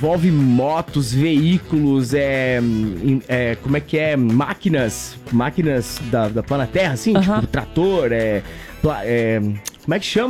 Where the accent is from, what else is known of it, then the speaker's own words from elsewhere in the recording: Coronel Freitas, Santa Catarina, Brazil; E, se eu não me engano, ele é lá da minha terra, tá bom? Ele é de Coronel Freitas.